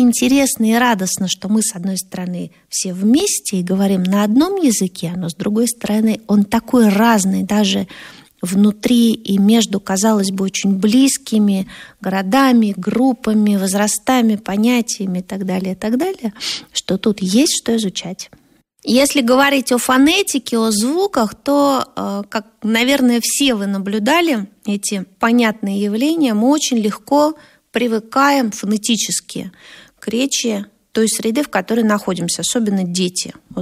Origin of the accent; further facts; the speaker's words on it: Moscow, Russia; accent: Moscow; «А вы откуда? С Москвы?» «Да, с Москвы». «Откуда вы знаете?» «Так у вас же московский акцент!»